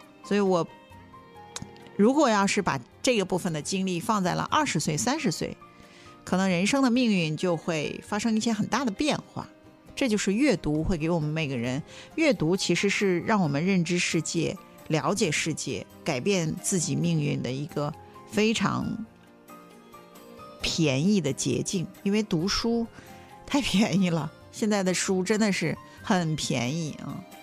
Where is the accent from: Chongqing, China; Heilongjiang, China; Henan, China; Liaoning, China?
Liaoning, China; Dalian; 这就是我们大连人的气质，这就是我们大连人爱球的气质，